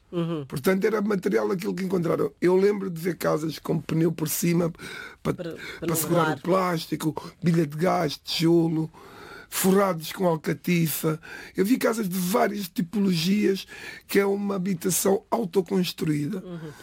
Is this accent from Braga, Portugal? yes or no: no; Amadora, Lisbon, Portugal; first language Cape Verdean Creole; Portuguese is a second language; Amadora é, como cidade é de 79, eu sou mais velho que a própria cidade. Sou mais velho que a própria minha cidade, pertencia a Oeiras.